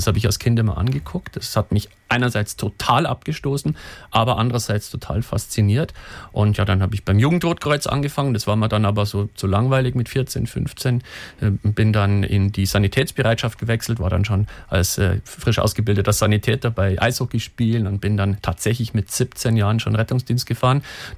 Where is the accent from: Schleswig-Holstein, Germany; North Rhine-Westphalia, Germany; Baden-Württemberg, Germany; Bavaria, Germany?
Bavaria, Germany; wir sind relativ schnell beim Du in Bayern